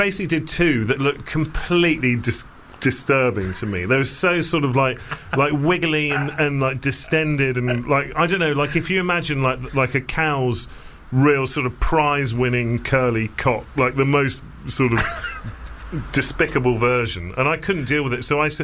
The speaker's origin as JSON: {"language": "English", "region": "England", "country": "United Kingdom", "said": "I think being English and growing up watching Carry On films."}